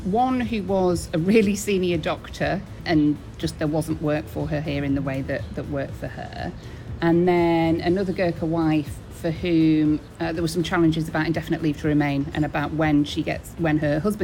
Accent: Stockport, North West England, United Kingdom; I mean, I'm from Stockport, and you know, it gets about 18 and everybody's got a strappy top and some flip-flops on.

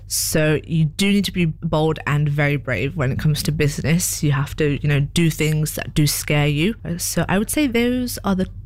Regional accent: United Kingdom; born there; I'm a British born Nepali.

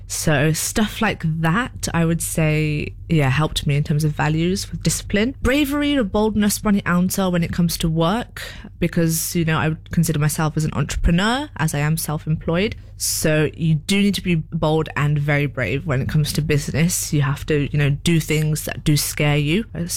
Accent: United Kingdom; born there; I'm a British-born Nepali. Mero mommy din Shrestha Hununta, and … So yes, I am intercaste core baby.

